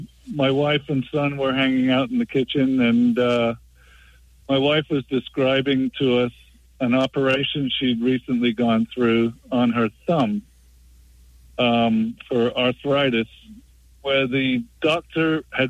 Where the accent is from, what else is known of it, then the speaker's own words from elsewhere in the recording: England, United Kingdom; now in Tallahassee, United States; I'm English originally.